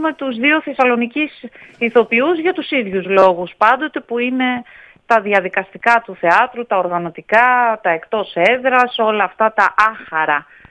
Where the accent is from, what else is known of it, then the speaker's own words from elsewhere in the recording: Veria, Central Macedonia, Greece; moved away; also born or lived in Athens; στον τόπο που μεγάλωσα, όχι που γεννήθηκα, γιατί εγώ γεννήθηκα στην Αθήνα, αλλά μεγάλωσα στη Βέρεια